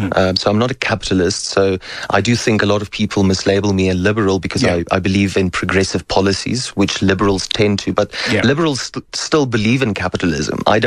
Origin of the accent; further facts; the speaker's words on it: South Africa; I, as a South African